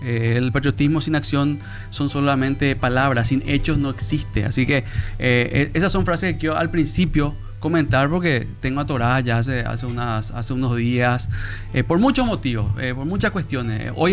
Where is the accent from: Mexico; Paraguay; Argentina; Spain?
Paraguay; la responsabilidad que tenemos como paraguayos